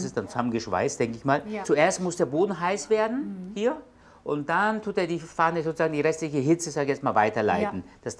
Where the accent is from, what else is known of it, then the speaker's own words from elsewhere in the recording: Eastern Anatolia, Turkey; now in Germany; Ja, ich bin im Dorf aufgewachsen, in Ostanatolien. Das Dorf besteht aus 6 Lehmhäusern.